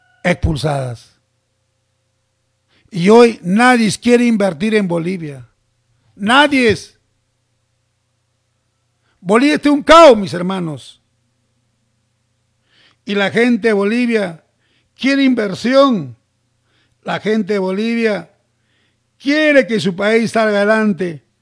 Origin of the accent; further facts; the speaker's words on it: Peru; ¿Y qué somos el resto peruanos?